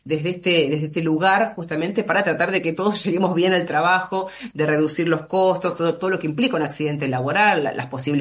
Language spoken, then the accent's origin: Spanish; Argentina